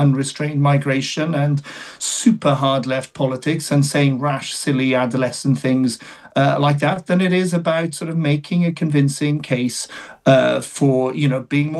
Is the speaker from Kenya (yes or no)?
no; Wales, United Kingdom; as a Welsh person or as a Catholic